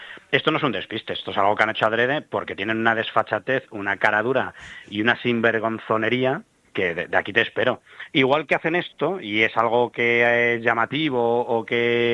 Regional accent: Spain; como los españoles somos tontos

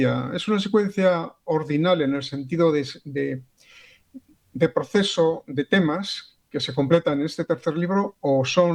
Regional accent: Spain; Por eso somos españoles, porque somos católicos.

